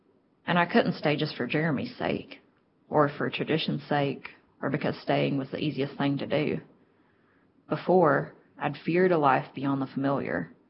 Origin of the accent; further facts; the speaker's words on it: Tazewell, Virginia, United States; moved away as an adult; now in Nelson County, Virginia, United States; When I came home that summer for break, I was back in Tazewell for 3 months